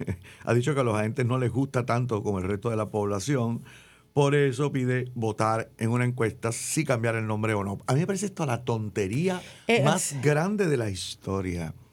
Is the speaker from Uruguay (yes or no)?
no; Puerto Rico; Gente que ama Puerto Rico porque somos puertorriqueños y porque además de esto nuestra isla es maravillosa.